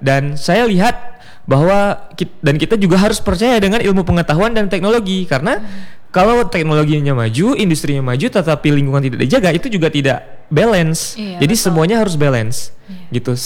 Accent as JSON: {"language": "Indonesian", "town": "Cot Girik", "region": "Aceh", "country": "Indonesia", "tie": "born or raised there", "said": "kita juga buat community empowerment di desa saya. Di Aulahop, Cot Girik, Kabupaten Aceh Utara."}